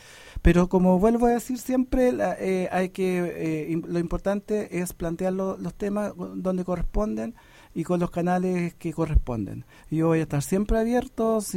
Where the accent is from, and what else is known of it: Chile